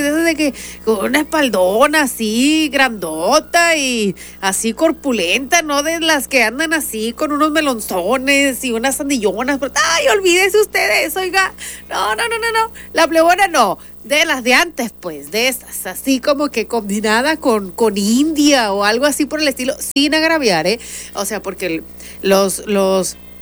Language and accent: Spanish; Sinaloa, Mexico; Soy grandota, soy de Sinaloa.